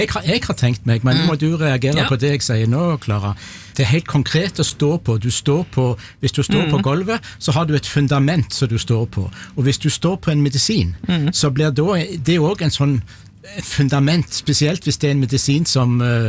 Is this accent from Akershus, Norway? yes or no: no; Egersund, Rogaland, Norway; men i Egersund, der jeg kommer ifra, hvis du drikker litt for mye om lørdagen, så blir du fremdeles fodle.